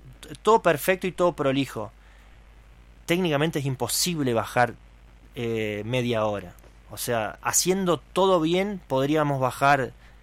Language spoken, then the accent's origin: Spanish; Valle María, Entre Ríos, Argentina; en Valle María somos 4.500 personas. No somos tanto.